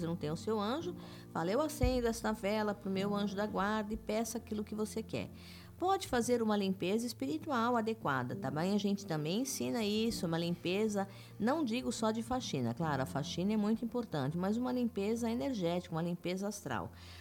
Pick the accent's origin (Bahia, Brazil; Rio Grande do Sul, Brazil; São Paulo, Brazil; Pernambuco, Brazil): Bahia, Brazil; Salvador; Lembrando que eu vim de Salvador, Bahia, sou mãe de santo, filiada, iniciada em Salvador, estamos aqui há muito tempo, entendeu?